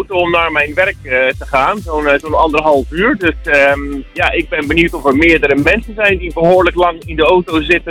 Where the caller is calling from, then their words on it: Zeeland, Netherlands; Ik ben van Zeeland